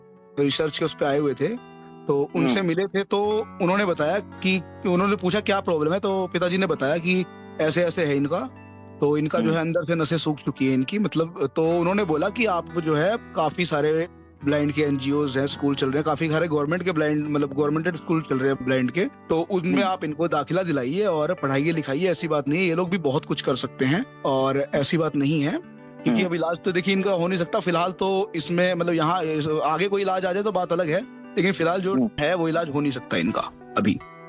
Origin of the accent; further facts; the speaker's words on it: Haryana, India; also born or lived in Ayodhya, Uttar Pradesh (parents' origin); मैं हरियाणा से हूँ, बट मेरे माता पिता जो हैं वो मूल रूप से यूपी से हैं, अयोध्या से